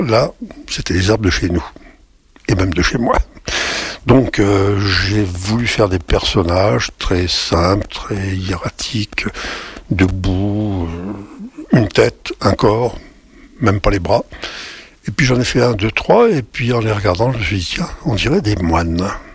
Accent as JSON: {"language": "French", "town": "Montluçon", "region": "Auvergne-Rhône-Alpes", "country": "France", "tie": "born or raised there", "said": "je suis né à Montluçon, peut-être même probablement mort, je ne me rappelle plus très bien. Bon, et j'ai toujours vécu dans le coin, bien que j'ai cherché souvent à m'en échapper."}